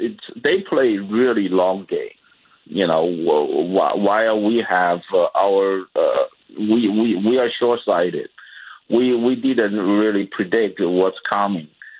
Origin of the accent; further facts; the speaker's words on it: China; English is a second language; once they learn I'm Chinese from China, the first question they all ask me